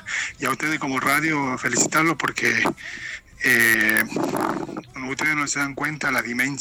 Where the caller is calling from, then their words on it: Tucumán, Argentina; somos argentinos, somos tucumanos